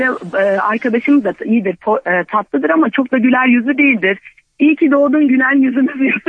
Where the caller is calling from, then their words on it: Adana, Turkey; Adanalıyım.